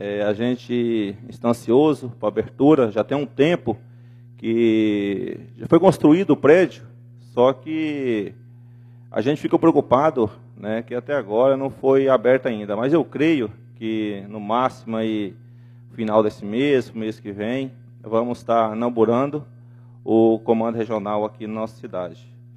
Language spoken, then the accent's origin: Portuguese; Vila Rica, Mato Grosso, Brazil; A gente que mora aqui em Vila Rica, eu nasci em Vila Rica, né, 41 anos que eu moro aqui